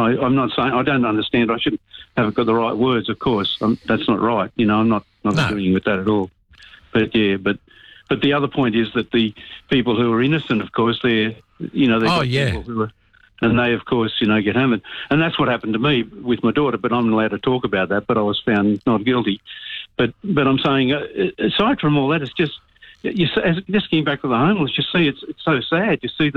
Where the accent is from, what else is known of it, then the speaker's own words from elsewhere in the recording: Canberra, Australian Capital Territory, Australia; I'm from the Canberra area.